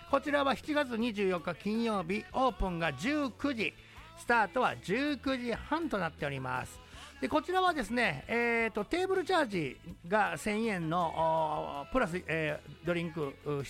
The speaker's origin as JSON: {"language": "Japanese", "region": "Kyoto", "country": "Japan", "tie": "born or raised there", "said": "地元京都で"}